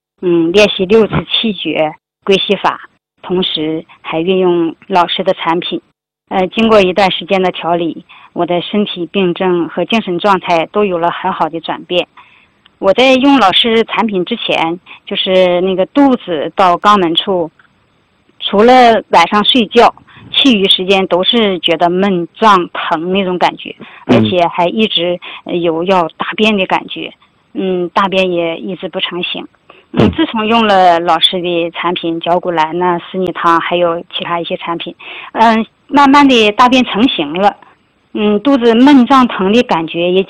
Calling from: Dandong, Liaoning, China; 我是辽宁的学员，

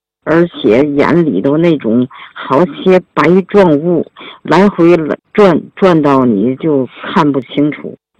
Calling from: Tianjin, China; 我是天津的学员，65岁。

